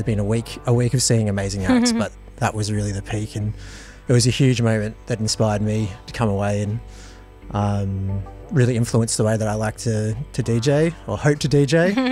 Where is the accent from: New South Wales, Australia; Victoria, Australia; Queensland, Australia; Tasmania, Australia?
Tasmania, Australia; Flinders Island; now in Hobart, Australia; Before I moved back to Hobart, I am originally from Flinders Island, off the northeast coast of Tasmania. It's a small community of 1,000 people.